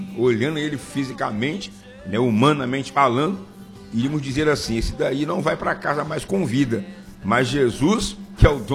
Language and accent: Portuguese; Leopoldina, Minas Gerais, Brazil; Da minha terra natal, né?